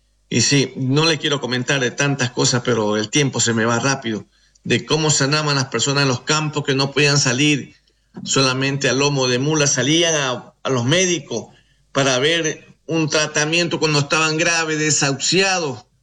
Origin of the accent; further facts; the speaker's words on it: Ecuador; now in Uruguay; Mi casa aquí en la República Oriental del Uruguay. Trabajo con mi nombre como ecuatoriano que soy. Orgulloso de estar en su país, uruguayo.